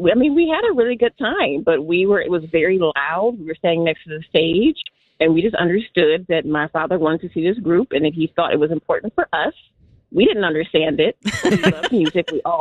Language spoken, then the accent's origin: English; Detroit, Michigan, United States; now in Berwyn, United States; I live here in Berwyn now, but I'm from Detroit.